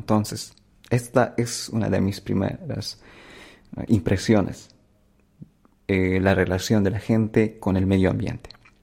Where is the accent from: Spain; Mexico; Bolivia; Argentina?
Bolivia; mi familia y los bolivianos